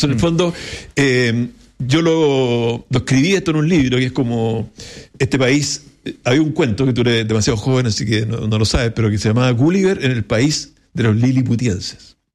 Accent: Ñuble, Chile; Yo soy de Ñuble y ahí lo conocí a Martín Arrau como intendente.

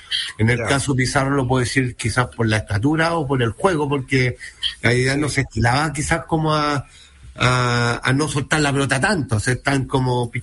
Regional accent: Chile; las adversidades que teníamos como jugadores chilenos

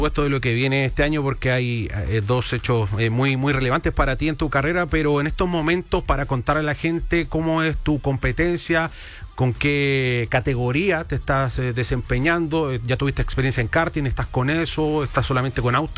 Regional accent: Chile

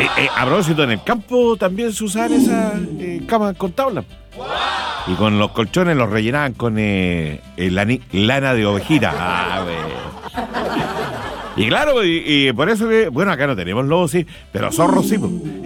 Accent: Talcahuano, Biobío, Chile; yo también de Talcahuano, pues yo nací en Talcahuano, pues soy chorero. No choro, chorero.

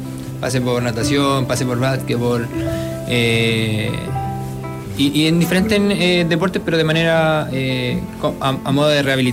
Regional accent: Hualpén, Biobío, Chile; moved away as an adult; also born or lived in Talcahuano; now in Santiago, Chile; nací en Talcahuano, pero viví toda mi vida en Hualpén hasta los 23 años que llegué acá a Santiago

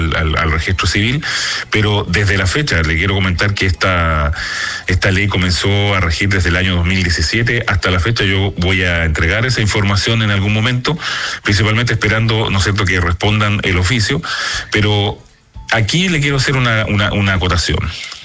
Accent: Rapa Nui, Valparaíso, Chile; poder residir en este territorio que es mi tierra, Rapa Nui

